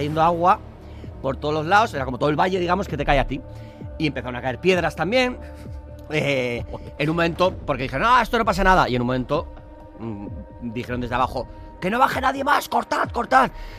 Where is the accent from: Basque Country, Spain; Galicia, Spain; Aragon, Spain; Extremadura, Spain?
Basque Country, Spain; San Sebastián